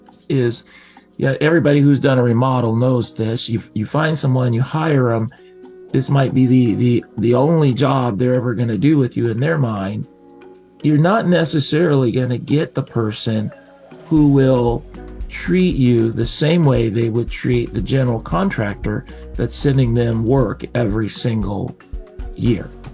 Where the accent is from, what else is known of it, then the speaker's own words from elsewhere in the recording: Seattle, Washington, United States; I grew up here in the Seattle area